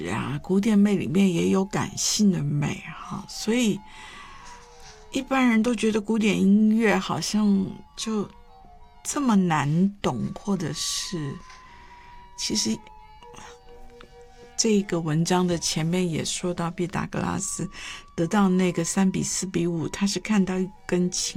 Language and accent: Chinese; China; 我们中国人